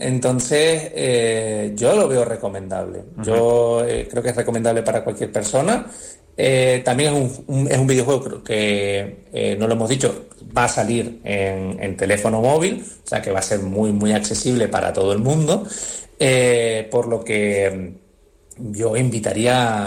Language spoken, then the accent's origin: Spanish; Canary Islands, Spain